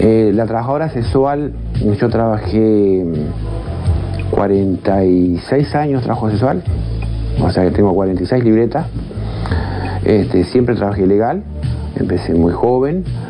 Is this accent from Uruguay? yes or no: yes; Montevideo, Uruguay; Yo soy nativa del Barrio Sur, yo nací en el Barrio Sur, nací en el Conventillo del Medio Mundo, y mi zona era el Barrio Sur, la Aduana y de ahí Boulevard.